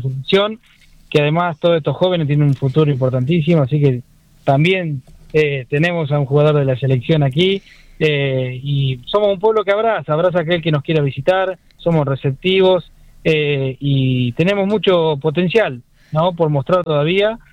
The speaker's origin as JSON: {"language": "Spanish", "town": "25 de Mayo", "region": "Buenos Aires Province", "country": "Argentina", "said": "25 de mayo es un pueblo que abraza, es un pueblo que abraza a todo aquel que decide visitarlo."}